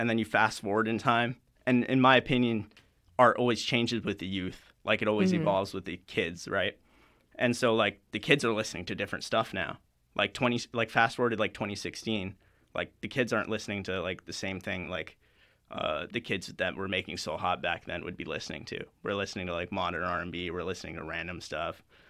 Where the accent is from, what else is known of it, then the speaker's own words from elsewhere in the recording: Surrey, British Columbia, Canada; I'm from Surrey, British Columbia.